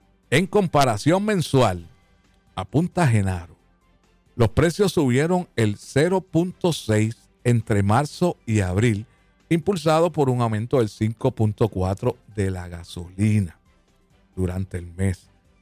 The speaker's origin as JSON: {"language": "Spanish", "country": "Puerto Rico", "said": "porque somos boricuas"}